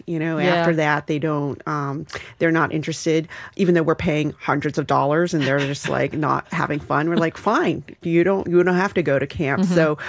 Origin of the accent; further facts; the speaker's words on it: Maryland, United States; I grew up in Maryland.